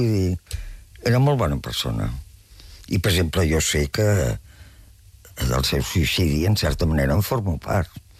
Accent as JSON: {"language": "Catalan", "town": "Terrassa", "region": "Catalonia", "country": "Spain", "tie": "born or raised there", "said": "Jo soc nascuda a Terrassa i vivia a Terrassa."}